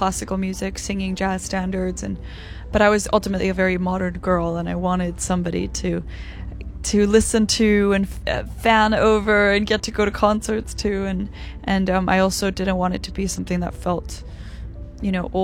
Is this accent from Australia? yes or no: no; Iceland; Well, I'm from Iceland.